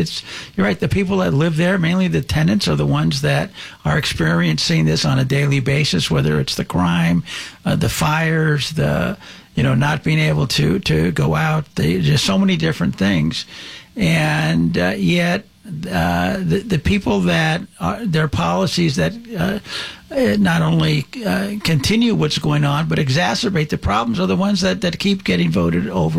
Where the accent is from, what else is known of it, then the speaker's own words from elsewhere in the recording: Los Angeles, California, United States; I know you grew up in Los Angeles, you know, so did I.